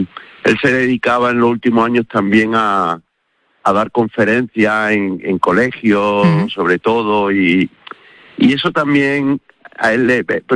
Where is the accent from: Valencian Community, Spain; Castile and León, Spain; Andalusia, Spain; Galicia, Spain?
Andalusia, Spain; Córdoba; los dos somos de Córdoba.